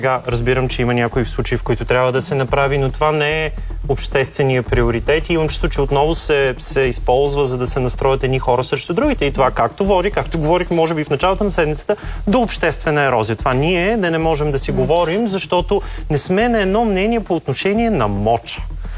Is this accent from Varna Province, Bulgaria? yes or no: yes; Varna, Varna Province, Bulgaria; аз като варненец много често се изненадвам